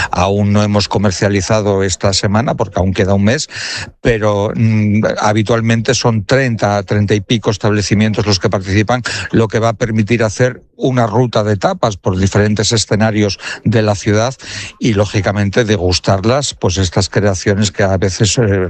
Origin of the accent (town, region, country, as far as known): Avilés, Asturias, Spain